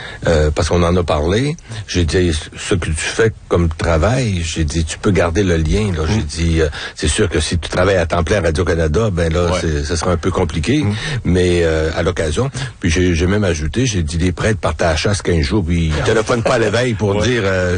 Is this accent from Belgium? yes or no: no; Saint-Thomas-Didier, France; J'étais ordonné dans mon village natal, Saint-Thomas-Didier.